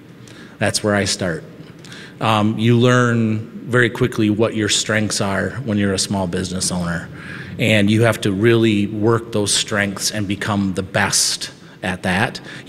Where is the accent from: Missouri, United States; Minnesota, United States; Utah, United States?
Minnesota, United States; Albert Lea; I grew up in Albert Lea